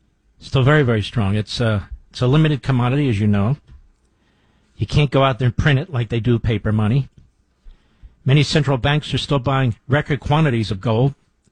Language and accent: English; Pennsylvania, United States; also born or lived in Virginia; I remember when I was growing up in Pennsylvania, but also I remember as a young man in Virginia